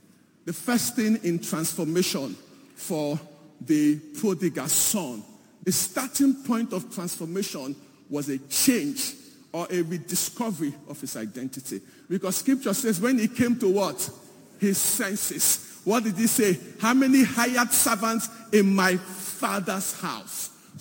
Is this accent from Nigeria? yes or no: yes; Igboland, Nigeria; I'm a Nigerian. If you take the layer off from a Nigerian, I am an Igbo man by ethnicity.